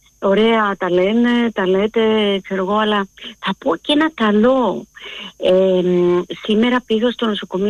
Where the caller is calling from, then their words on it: Athens, Attica, Greece; από το Παγκράτη.